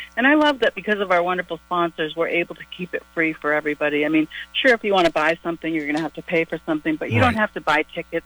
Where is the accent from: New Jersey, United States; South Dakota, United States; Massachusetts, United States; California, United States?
Massachusetts, United States; Centerville; now in Hyannis, United States; Well, I live in Hyannis, and I've been, you know, I grew up in Centerville, but I've lived in Hyannis my whole adult life